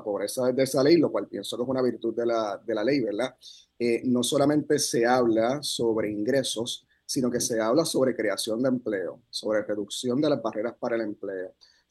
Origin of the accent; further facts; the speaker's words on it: Puerto Rico; hombre negro, puertorriqueño, puertorriqueño y panameño, que es algo que mucha gente no sabe. Mi papá, mi abuelita son panameños.